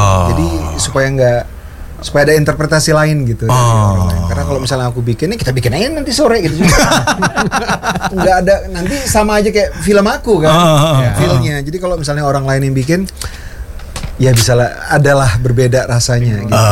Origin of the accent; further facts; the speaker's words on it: Medan, North Sumatra, Indonesia; by the way gue dari Medan ya. Jadi setiap kali gue pulang zaman kuliah, pulang ke Medan